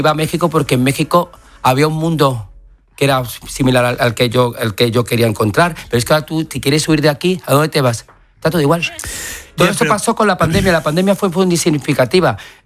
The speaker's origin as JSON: {"language": "Spanish", "town": "Madrid", "region": "Community of Madrid", "country": "Spain", "said": "Ya cuando soy imagen de mi ciudad, soy madrileño. Claro. Madrid no entiende de política, soy madrileño"}